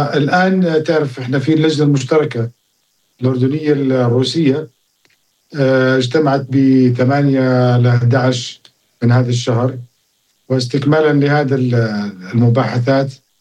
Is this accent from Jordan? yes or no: yes; Jordan